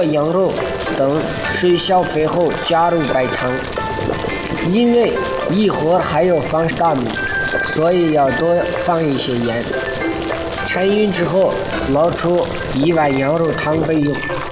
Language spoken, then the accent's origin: Chinese; Xinjiang, China; 我们新疆人一是重油重肉